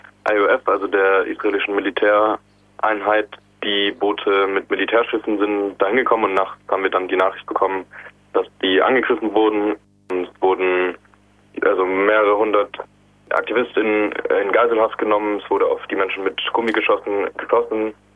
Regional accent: Hesse, Germany; ich bin 19 Jahre alt und aus dem Süden von Deutschland, also in der Nähe von Frankfurt. Ich befinde mich gerade in Griechenland

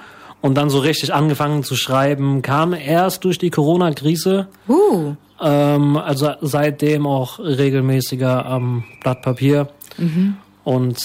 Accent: Ludwigshafen, Rhineland-Palatinate, Germany; Genau, also ich komme aus Ludwigshafen, also auch der Delta-Kreis genannt.

